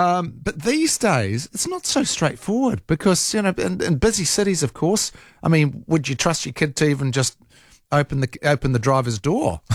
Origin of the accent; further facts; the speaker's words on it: Rotorua, Bay of Plenty, New Zealand; I grew up in Rotorua, where my dad worked at the Forest Research Institute, and there's a road there called the Long Mile, which was just, well, it was as described, a long mile.